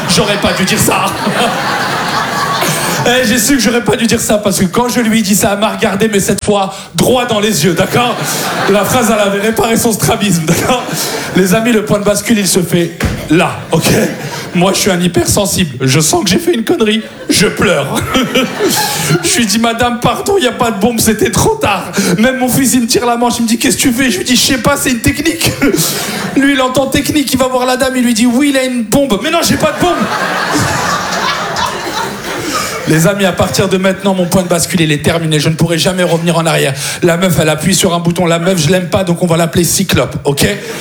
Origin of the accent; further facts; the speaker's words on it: France; je suis français